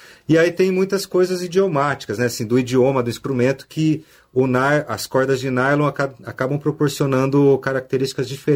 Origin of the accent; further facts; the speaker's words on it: Campinas, São Paulo, Brazil; also born or lived in Jundiaí / Tatuí / Rio de Janeiro; nasci em Jundiaí, mas com 3, 4 meses já estava em Campinas. Então toda a minha trajetória, os amigos, família aqui.